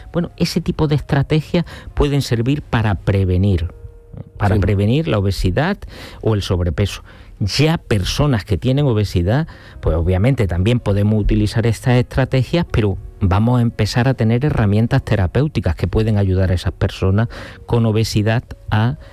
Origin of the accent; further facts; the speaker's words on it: Montoro, Andalusia, Spain; now in Málaga, Spain; No, soy cordobés, nací en Montoro.